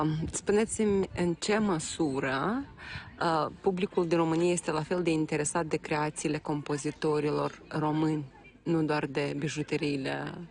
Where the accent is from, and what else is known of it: Moldova